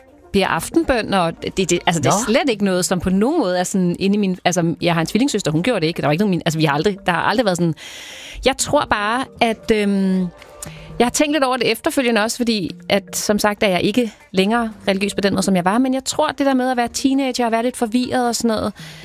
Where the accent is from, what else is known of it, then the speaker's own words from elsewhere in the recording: Skovshoved, Capital Region of Denmark, Denmark; Jeg kunne godt lide at gå jeg voksede op i Skovshoved. Jeg kunne godt lide at gå i Skovshoved Kirke.